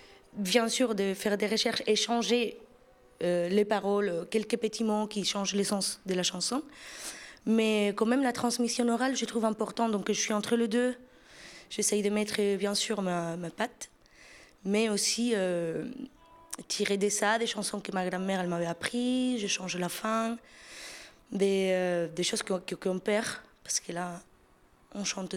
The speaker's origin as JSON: {"language": "French", "town": "Seville", "region": "Andalusia", "country": "Spain", "tie": "born there", "also_born_or_lived": "Granada", "second_language": "French", "moved": "yes", "said": "Je suis née à Séville, toute ma famille est là-bas. Je fais mes études à Grenade."}